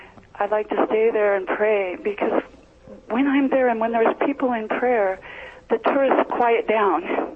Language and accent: English; Santa Fe, New Mexico, United States; Hello, Mother. I'm from New Mexico, Santa Fe.